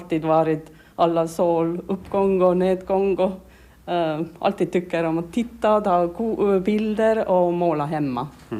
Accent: Tallinn, Harju County, Estonia; Swedish is a second language

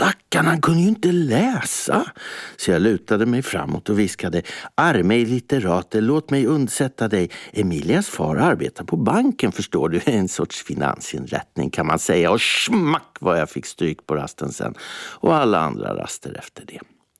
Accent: Stockholm, Stockholm County, Sweden; min barndom och uppväxt i Tanto på Södermalm i Stockholm på 70-talet.

